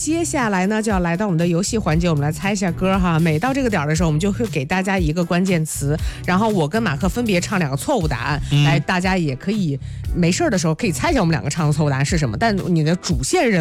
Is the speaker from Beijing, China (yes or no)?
no; Luoyang, Henan, China; moved away; 因为我回洛阳是不会去景区买披肩的。